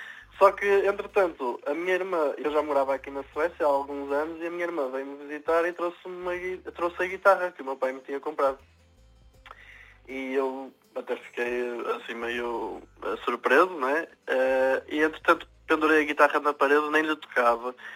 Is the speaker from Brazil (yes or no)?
no; Praia de Mira, Centro, Portugal; born or raised there; also born or lived in Amarante, Portugal